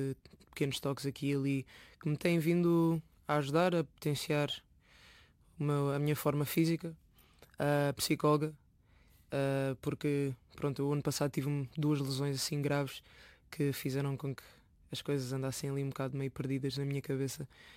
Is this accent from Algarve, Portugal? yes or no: no; Lisbon, Portugal; born there; Pronto, eu nasci cá, nasci em Lisboa.